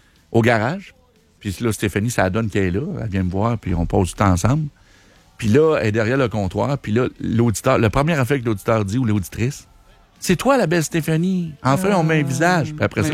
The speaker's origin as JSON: {"language": "French", "region": "Quebec", "country": "Canada", "said": "on le dit comme on est Québécois, là."}